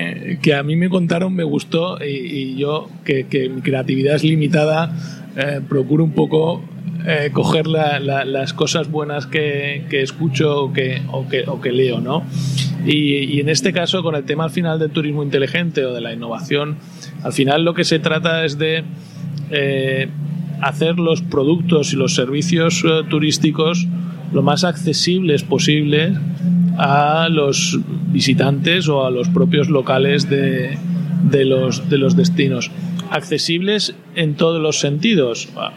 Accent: Valencia, Valencian Community, Spain; born there; encanta porque nací en ella y la amo con todas mis fuerzas, ¿no? Soy valenciano, valencianista, fallero, o sea, lo llevo todo en el pack.

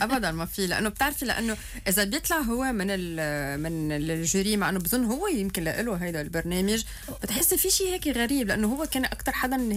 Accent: Lebanon; أسباب يمكن السوريين كلهم عايشوها نحن كمان كلبنانية عشناها

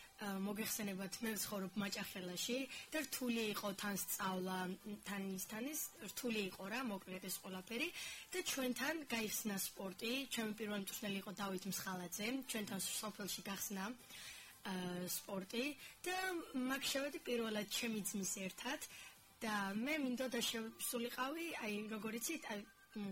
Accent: Adjara, Georgia; აჭარიდან ვარ

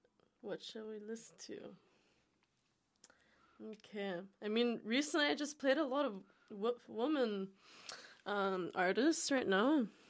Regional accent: Toronto, Ontario, Canada; I mean, when I was a teenager, you know, like growing up in Toronto or whatever, we used to go to this place called the Masonic Lodge

